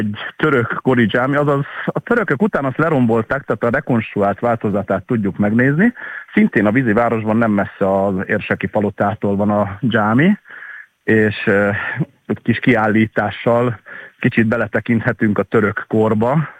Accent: Esztergom, Komárom-Esztergom, Hungary; born there; itt születtem Esztergomban, itt is élek

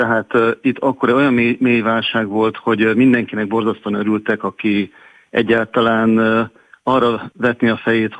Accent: Pécs, Baranya, Hungary; born there; moved away as an adult; now in Tokaj-Hegyalja, Hungary; én Pécset születtem, igaz, dédnagyapám szőlőjében töltöttük a hétvégéket

